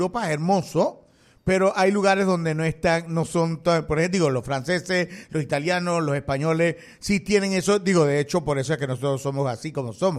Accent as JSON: {"language": "Spanish", "country": "Panama", "said": "yo pues como panameño, que me cueste aquí en Panamá"}